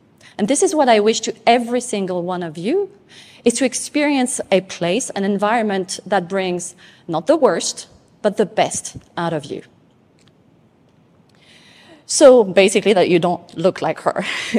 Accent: French Polynesia; moved away; So I don't come from Paris, I come from Tahiti. And Tahiti is this island in the middle of nowhere in the Pacific Ocean.

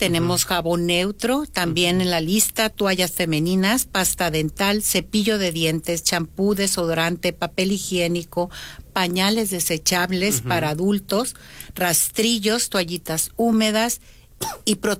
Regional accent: Culiacán, Sinaloa, Mexico; los sinaloenses, los culichis, para cuestiones en situaciones así, nos unimos de veras de corazón

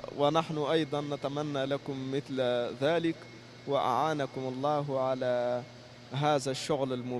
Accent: Niger; Arabic is a second language; والله أنا جئت من النيجر، هذا هو شغلي، أدرس القرآن في النيجر وعندي مركز لتحفيظ القرآن الكريم في دولة النيجر.

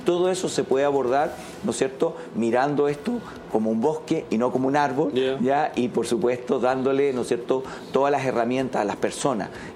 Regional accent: Chile

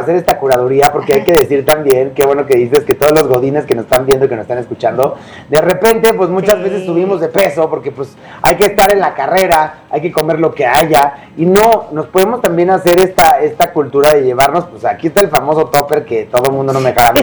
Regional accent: Mexico; somos mexicanos

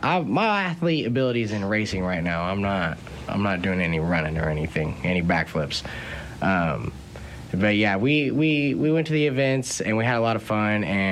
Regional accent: Illinois, United States; moved away as an adult; now in Sedalia, United States; I grew up with small town values. I grew up in Illinois

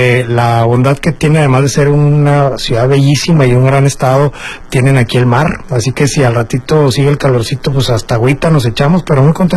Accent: Chihuahua, Mexico; llegamos hace un ratito, venimos directamente de Chihuahua, yo soy originario de allá

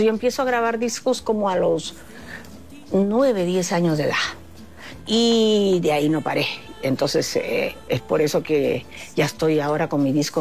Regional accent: Chiclayo, Lambayeque, Peru; a los 7 ya andaba yo en todos los concursos de aficionados de mi tierra natal, allá en el norte del Perú, en Chiclayo.

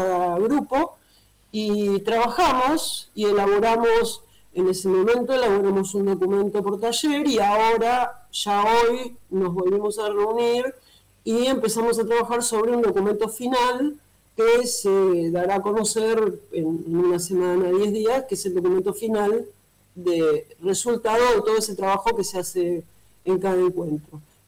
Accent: Tres de Febrero, Buenos Aires Province, Argentina; yo particularmente soy de 3 de Febrero, de provincia

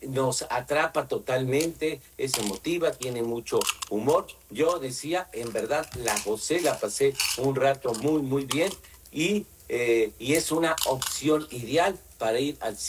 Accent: Puebla, Mexico; moved away; estoy aquí en un compromiso personal en mi ciudad de Puebla, en mi ciudad natal

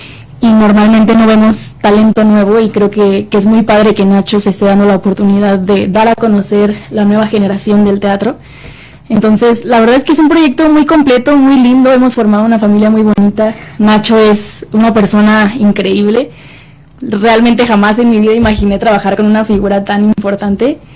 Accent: Monterrey, Nuevo León, Mexico; y que yo, que vengo de Monterrey, obviamente toda la gente de otras ciudades pues queremos venir aquí a la capital a cumplir nuestros sueños

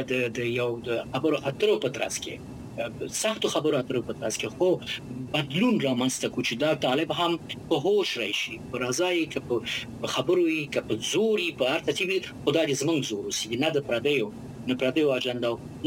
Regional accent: Afghanistan; اما افغانستان خو زما هېواد دی، افغانستان زما ټاټوبی دی، زه افغانستان سره دښمني نه لرم.

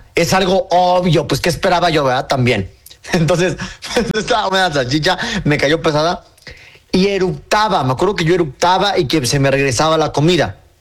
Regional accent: Mexico; somos mexicanos y comemos tortilla.

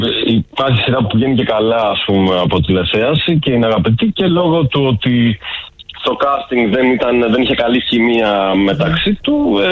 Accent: Agrinio, Western Greece, Greece; Ναι, μην ξεχνάτε ότι είμαι και από Αγρίνιο, οπότε εκεί πέρα φημιζόμαστε για το κρέας.

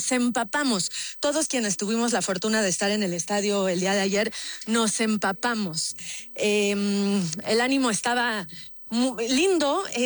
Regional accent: Mexico; Vivi, creo que hay que destacar lo que hicimos como mexicanos, más allá del funcionamiento del equipo

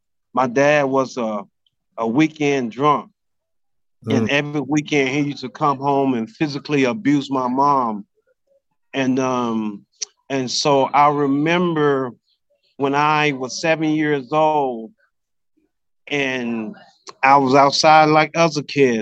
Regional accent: Jonestown, Mississippi, United States

